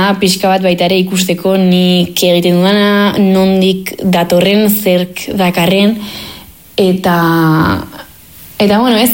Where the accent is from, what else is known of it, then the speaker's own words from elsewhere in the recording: Basque Country, Spain; first language Basque; Nik abestiak euskeraz idazten dut, euskeraz bizi naizelako, euskeraz ikasi dut, jaio naiz, eta hala ateratzen zait